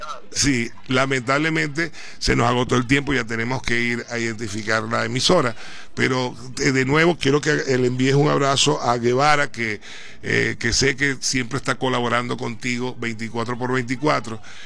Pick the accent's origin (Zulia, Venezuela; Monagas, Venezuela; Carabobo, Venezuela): Zulia, Venezuela; Maracaibo; moved away as an adult; now in Bolívar, Venezuela; yo soy zuliano, soy maracucho, yo me incluyo como guayacucho, porque yo tengo ya 20 años acá, y lo que es la parte de estas tierras me duele tanto como me duele mi tierrita Maracaibo.